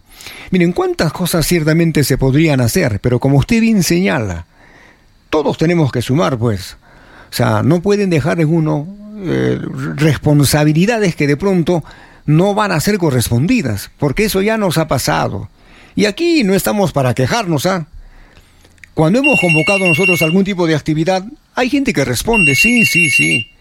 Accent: Arequipa, Peru; Así somos los peruanos, somos los arequipeños.

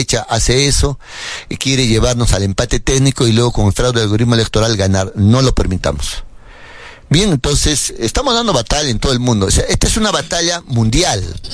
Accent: Peru

